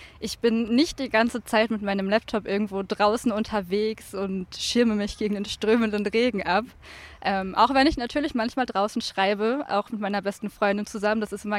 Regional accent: Essen, North Rhine-Westphalia, Germany; born there; now in Freiburg im Breisgau, Germany; Ich wurde tatsächlich nicht in Freiburg geboren, sondern in Essen. Und passend zu Essen, das man ja so als Ruhrgebiet, Industriestadt, Arbeiterstadt kennt, komme ich auch aus einer Arbeiterfamilie.

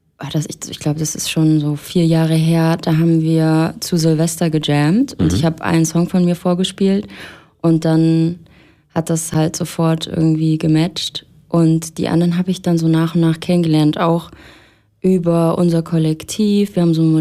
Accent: Erfurt, Thuringia, Germany; now in Leipzig, Germany; Also ganz ursprünglich komme ich aus Erfurt, aber ich wohne jetzt in Leipzig.

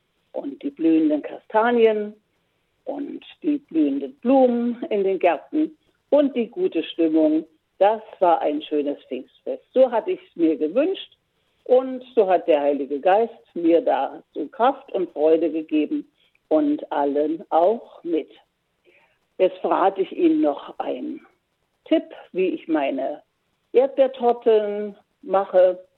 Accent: Mechterstädt, Thuringia, Germany; also born or lived in Eisenach; Und in einem Lied, was ich noch mitgebracht habe aus meiner Heimat, also Mechterstädt bzw. Eisenach, das haben wir auch gesungen

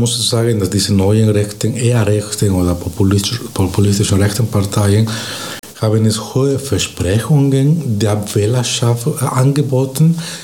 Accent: Bolivia; German is a second language; moved away as an adult; Aber früher habe ich auch in Bolivien, wo ich herkomme, habe ich in Bolivien Politikwissenschaft auch in meinem Bachelor studiert und dort lang, also 6 Jahre im öffentlichen Dienst gearbeitet.

